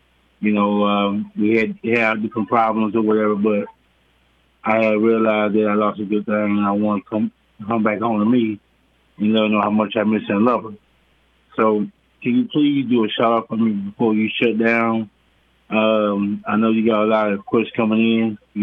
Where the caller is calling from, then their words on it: Tulsa, Oklahoma, United States; I'm calling from Tulsa, Oklahoma.